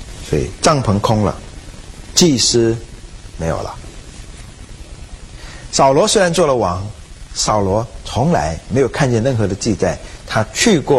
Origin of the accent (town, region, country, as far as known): China